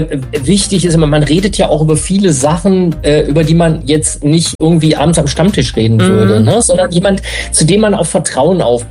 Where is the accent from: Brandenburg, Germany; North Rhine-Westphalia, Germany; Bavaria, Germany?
North Rhine-Westphalia, Germany; Mülheim an der Ruhr; born there; now in Berlin, Germany; Ich komme aus Mülheim an der Ruhr, da bin ich tatsächlich mal geboren. Da komme ich her, aber da bin ich natürlich schon lange nicht mehr. Sondern ich bin tatsächlich, wie ihr schon gesagt habt, ich bin in Berlin